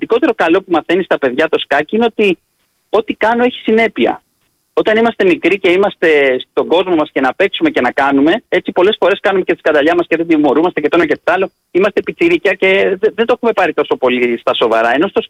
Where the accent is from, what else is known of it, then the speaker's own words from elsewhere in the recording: Athens, Attica, Greece; moved away as an adult; now in Rhodes, Greece; Δεν είμαι από εδώ, είμαι εκ πεπιθήσεως Ροδίτης. Δηλαδή ήρθα να μείνω εδώ πριν 30 χρόνια και είμαι Ροδίτης